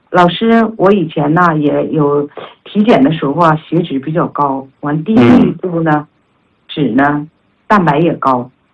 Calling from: Harbin, Heilongjiang, China; 我来自于黑龙江省哈尔滨市的一名老学员

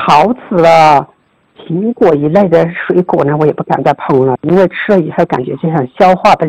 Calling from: Chuxiong, Yunnan, China; 我出生在1972年。

